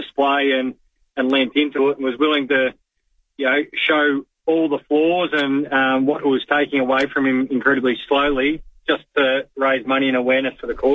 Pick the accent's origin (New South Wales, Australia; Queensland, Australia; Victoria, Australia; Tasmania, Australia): Victoria, Australia; Geelong; growing up in Geelong in the 90s, it was hard not to get behind the Cats.